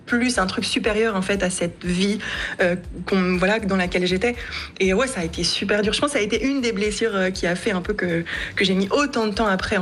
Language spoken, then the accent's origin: French; Morocco; à un moment, j'ai commencé à vraiment dire, je suis marocaine.